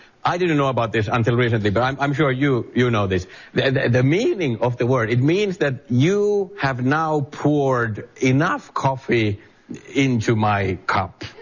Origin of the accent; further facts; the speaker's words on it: Finland; English is a second language; moved away as an adult; now in United States; yes, I am from Finland. Thanks a lot. I've been in America now for almost 4 years, and my English is pretty good now